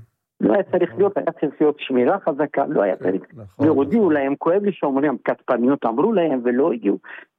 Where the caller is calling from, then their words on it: Tel Aviv, Tel Aviv District, Israel; מתל אביב, יד אליהו.